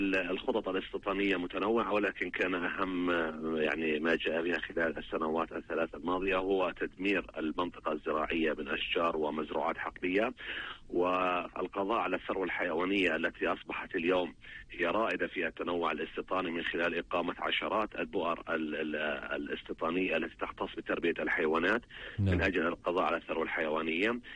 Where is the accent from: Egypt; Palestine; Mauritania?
Palestine; نحن كفلسطينيين